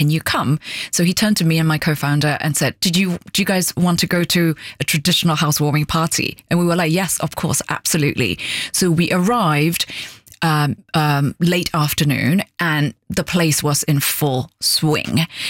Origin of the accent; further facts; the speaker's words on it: Yangon, Yangon Region, Myanmar; And I was born and raised in Yangon, Rangoon, right? And I went through the education system.